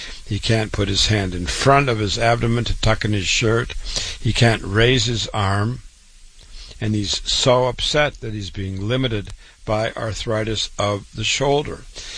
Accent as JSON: {"language": "English", "town": "Waterloo", "region": "Iowa", "country": "United States", "tie": "born or raised there", "said": "Born and raised in Waterloo, Iowa, board certified, triple board certified, went to public school"}